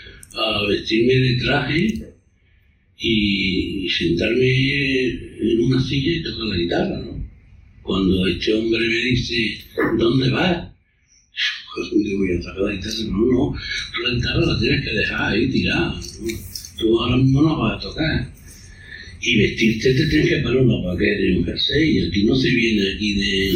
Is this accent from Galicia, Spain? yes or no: no; Granada, Andalusia, Spain; pero yo salí del Sagro Monte. Donde salieron, pues, Mariquilla, Mario, toda esta gente que hoy son figuras